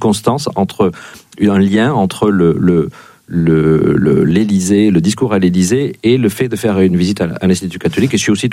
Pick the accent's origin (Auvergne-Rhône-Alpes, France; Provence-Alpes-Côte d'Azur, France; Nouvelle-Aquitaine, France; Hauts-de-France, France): Nouvelle-Aquitaine, France; du côté de chez moi dans le Béarn